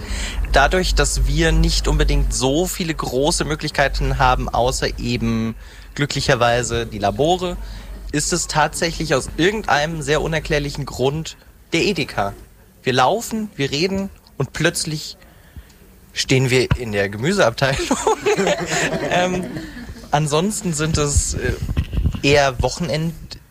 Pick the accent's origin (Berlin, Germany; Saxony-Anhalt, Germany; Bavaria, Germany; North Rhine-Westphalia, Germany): Saxony-Anhalt, Germany; Zeitz; Ich bin tatsächlich gebürtig aus Zeitz, wohne jetzt hier schon ganze 19 Jahre.